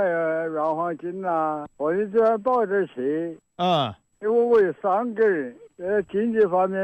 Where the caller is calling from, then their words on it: Yunmeng, Hubei, China; 我是云梦